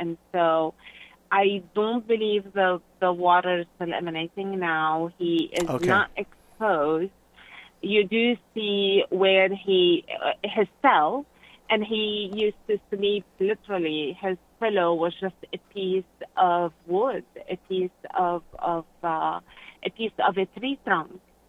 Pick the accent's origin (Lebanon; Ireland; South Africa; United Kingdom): Lebanon; now in United States; I grew up in Lebanon